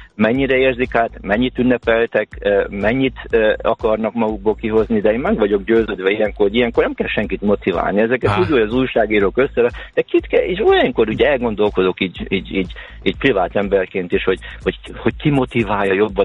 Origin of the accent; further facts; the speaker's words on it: Odorheiu Secuiesc, Harghita, Romania; irigykedve nézem székelyudvarhelyiként